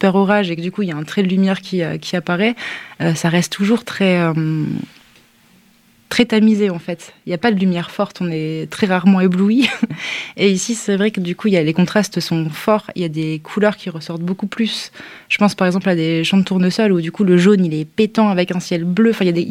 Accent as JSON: {"language": "French", "region": "the north of France", "country": "France", "said": "Moi je viens du nord de la France"}